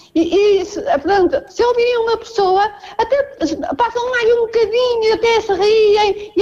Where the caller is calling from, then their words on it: Coimbra, Centro, Portugal; Eu moro aqui em São Martinho. Moro em Paula.